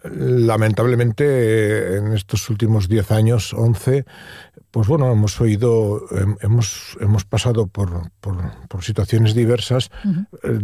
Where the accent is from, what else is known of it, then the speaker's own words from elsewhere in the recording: Catalonia, Spain; Incluso yo había visto en mi tierra, en Cataluña, grandes pancartas con Volem acollir